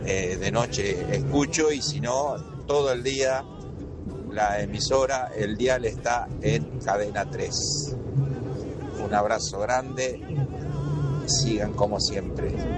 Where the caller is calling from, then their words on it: Comandante Nicanor Otamendi, Buenos Aires Province, Argentina; de acá de la provincia de Buenos Aires, desde Comandante Nicanor Otamendi, te habla … camionero. Estoy en la ruta 88, viniendo desde Balcarce hacia mi pueblo.